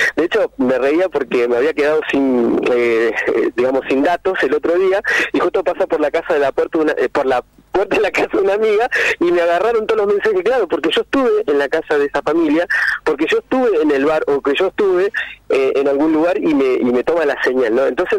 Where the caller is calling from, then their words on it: Villa Berthet, Chaco, Argentina; La provincia del Chaco, en un pueblo llamado Villa Bertet, pero ahora nos fuimos al campo